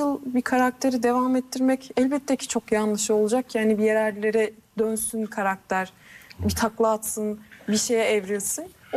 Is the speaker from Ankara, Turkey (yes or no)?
yes; Ankara, Turkey; moved away as an adult; now in Istanbul, Turkey; İstanbul'da yaşayan bir Ankaralı olarak iyi ki Ankaralıymışım diyorum.